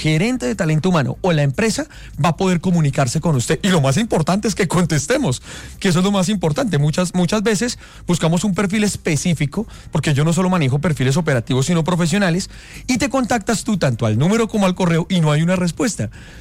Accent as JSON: {"language": "Spanish", "country": "Colombia"}